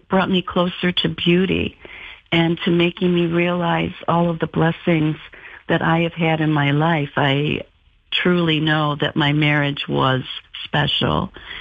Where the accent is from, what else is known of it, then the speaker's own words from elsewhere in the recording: Jamestown, New York, United States; moved away; I was in my hometown of Jamestown, New York, to look after my mother for a while.